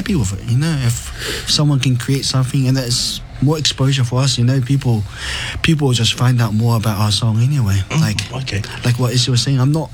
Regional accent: Falealupo, Samoa; My dad, I'm also from Falisi Lalifanga as well. That's where my dad's from.

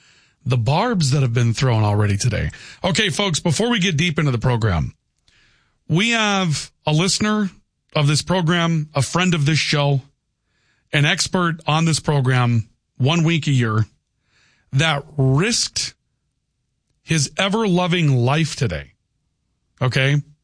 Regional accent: Valley City, North Dakota, United States; I grew up in Valley City where people were nice to each other.

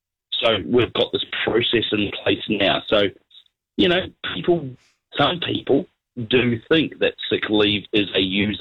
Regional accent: New Zealand; So, as you know, I, being a Kiwi, you know, you put a little bit of crap on the Aussies, but I hope they do well.

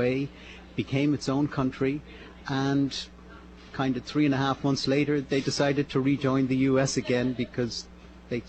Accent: Dublin, Leinster, Ireland; No, I'm from Dublin.

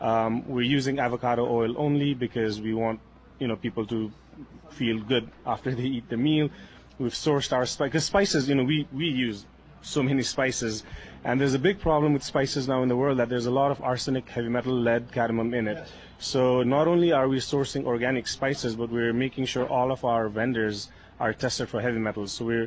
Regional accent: Nepal; growing up in Nepal, like Italy, New York, San Francisco, New Orleans were just places that I was in love with before I ever set foot.

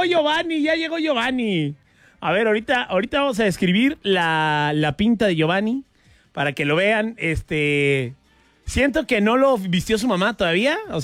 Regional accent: Mexico; nosotros también somos centroamericanos? O sea, sí nos hemos puesto a pensar que México está entre Norteamérica y Centroamérica.

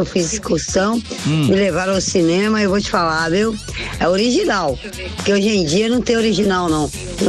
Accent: Ouro Preto, Minas Gerais, Brazil; eu sou de Ouro Preto

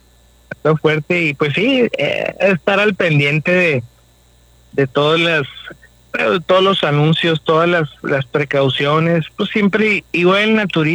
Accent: Mexico; Nosotros como mexicanos, pues a quién no le gustan los taquitos, las fritangas.

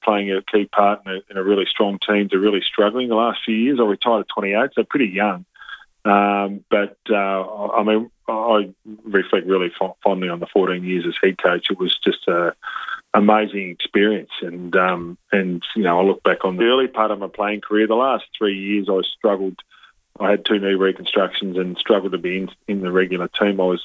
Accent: New South Wales, Australia; growing up in New South Wales, I think was pretty special.

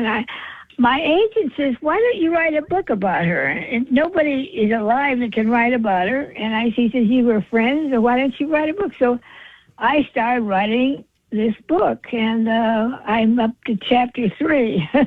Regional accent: Hollywood, California, United States; the two of us, we were raised in Hollywood, you know. We were growing up around that all there.

